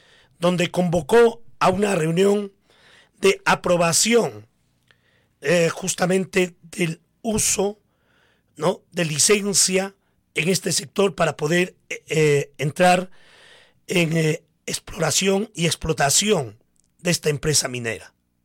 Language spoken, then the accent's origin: Spanish; Coracora, Ayacucho, Peru; mi corazón como coracoreño, como parinacochano